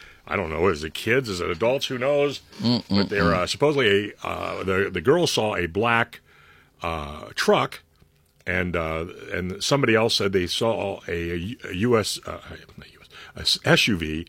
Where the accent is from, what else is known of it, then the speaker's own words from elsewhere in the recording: Minerva, United States; I'm from Minerva originally, of course. So, you know, I know that drive like the back of my hand.